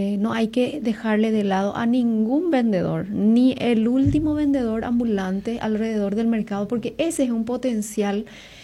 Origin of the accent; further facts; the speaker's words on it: Paraguay; Nosotros somos, el paraguayo es de confianza.